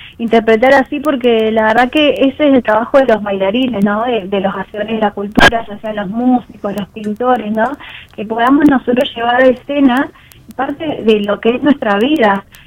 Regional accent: 28 de Noviembre, Santa Cruz, Argentina; En mi caso siempre digo que yo soy carbonera y también soy de Ciudad de 28 de Noviembre, que es la capital provincial del cóndor andino

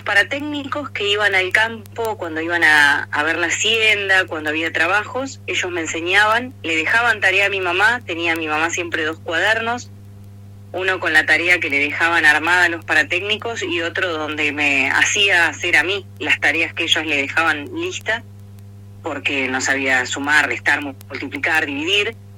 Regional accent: Chubut, Argentina; also born or lived in Trelew; fue por distintos lugares, mi secundaria, que fue por distintos pueblos de Chubut, hasta que un día me vine acá a la ciudad de Trelew y termino los últimos años de secundaria

